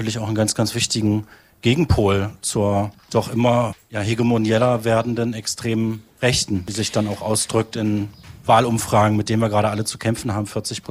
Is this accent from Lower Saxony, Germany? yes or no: no; Halberstadt, Saxony-Anhalt, Germany; also born or lived in Magdeburg; Ich habe trotzdem als ich ein Baby war, sind meine Eltern dann hierher gezogen, einfach weil sie eine größere Wohnung bekommen haben, 1986. Ich bin dann hier aufgewachsen